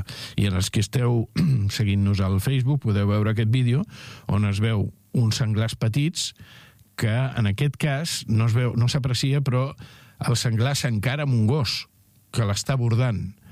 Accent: Arenys, Catalonia, Spain; pels que som d'Arenys

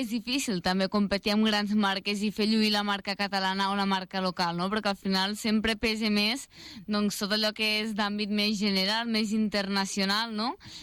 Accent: Tàrrega, Catalonia, Spain; now in Sabadell, Spain; jo sóc de Tàrrega, per tant, endavant cap a Tàrrega, però també escombraré cap a la meva ciutat d'acollida, que és Sabadell

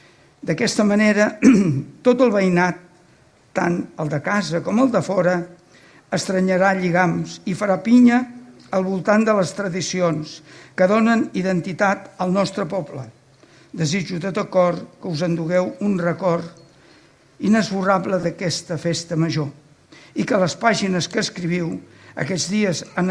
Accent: Cubelles, Catalonia, Spain; la meva implicació i compromís amb el meu poble, Cubelles, i la seva gent al llarg de la meva existència

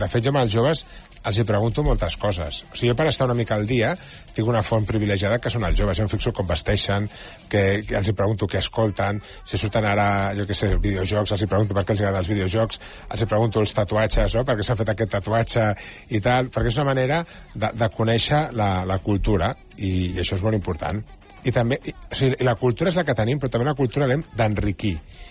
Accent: L'Hospitalet de Llobregat, Catalonia, Spain; Jo soc d'Hospitalet, no?, ja l'he dit abans a la Carme, no?, i un punt de flamenquilla d'Hospitalet també el porto.

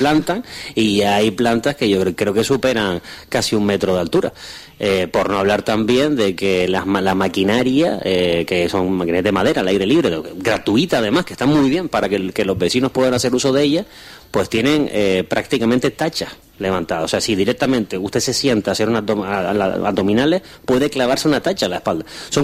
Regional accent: Santa Lucía de Tirajana, Canary Islands, Spain; somos vecinos de Santa Lucía

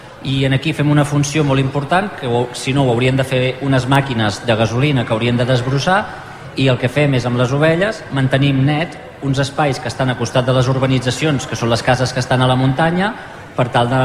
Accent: Igualada, Catalonia, Spain; born there; now in Sant Boi de Llobregat, Spain; jo no sóc d'aquí, jo sóc fill d'Igualada, he estat tombant, i des del 2011 que baixo aquí a Sant Boi, però la meva vida és dalt de la muntanya.

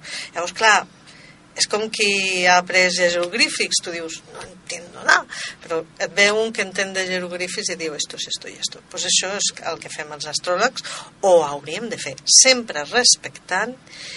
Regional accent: Barcelona, Catalonia, Spain; born there; moved away as an adult; also born or lived in Sant Esteve Sesrovires; jo sóc de Barcelona, de fet, vaig néixer a Barcelona

